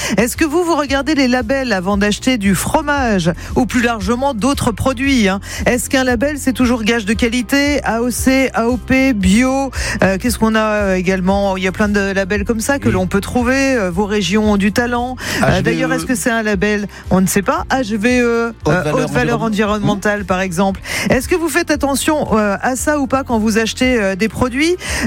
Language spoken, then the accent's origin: French; Auvergne-Rhône-Alpes, France; Bon, chez nous, en Drôme Ardèche, c'est plutôt fromage de chèvre et de brebis.